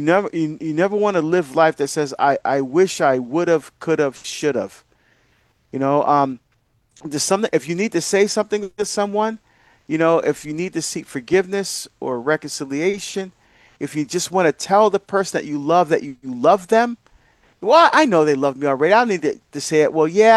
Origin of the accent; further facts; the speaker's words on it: Barbados; You know, as many of you know, I'm from Barbados, and I'm getting a chance to go home and visit family. Most of my family are still there